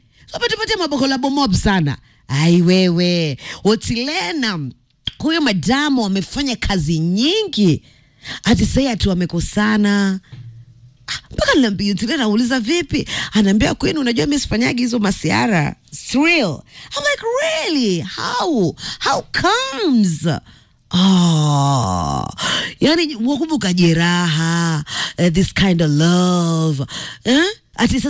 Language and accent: Swahili; Diani, Kwale County, Kenya; moved away; mimi nimelelewa Diani.